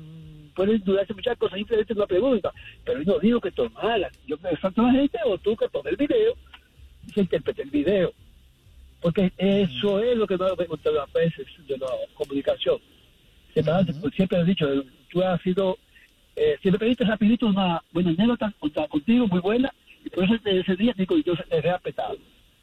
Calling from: Queens, New York, United States; Queens, New York.

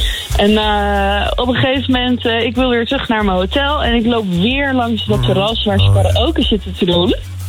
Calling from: Netherlands

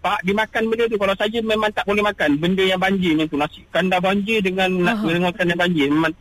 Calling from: Subang Jaya, Selangor, Malaysia; Saya daripada Subang Jaya tapi kerja dekat Shah Alam.

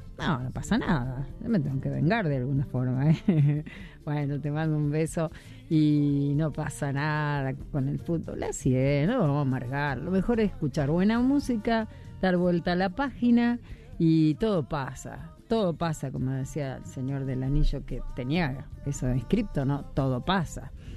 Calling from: Chazón, Córdoba, Argentina; de Chazón, los escucho siempre, les mando un abrazo

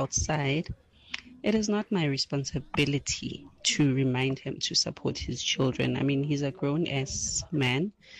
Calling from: Johannesburg, Gauteng, South Africa; We're from Ebony Park.

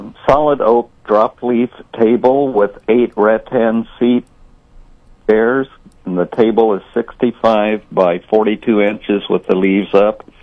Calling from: Marshall, Missouri, United States; I'm calling from here in Marshall.

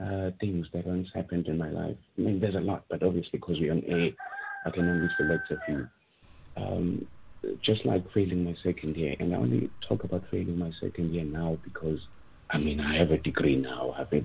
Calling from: South Africa; So, I guess it's proper. I'm in South Africa.

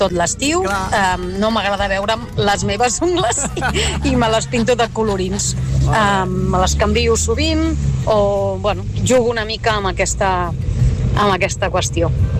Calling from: Olot, Catalonia, Spain

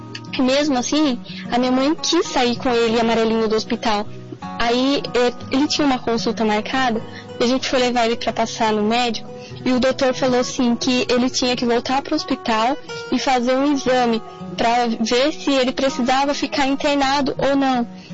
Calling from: Piraju, São Paulo, Brazil; Sou da cidade de Piraju

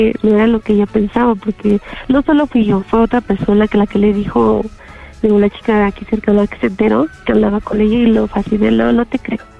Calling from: Mexico City, Mexico; Sí, de Iztapalapa.

